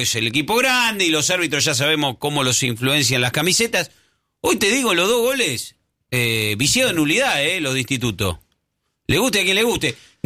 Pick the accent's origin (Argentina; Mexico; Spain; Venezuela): Argentina; Buenos Aires; also born or lived in Caballito, Buenos Aires; Yo soy de Villa del Parque, devoto. Sí, nací ahí, en Caballito.